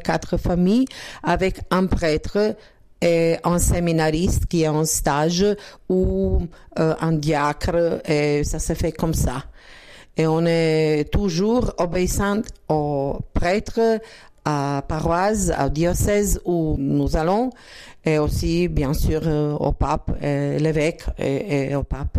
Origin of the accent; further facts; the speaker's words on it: Zagreb, City of Zagreb, Croatia; French is a second language; Nous viendrons de Zagreb, de capitale, et nous habitons à une petite paroisse, mais pas petite.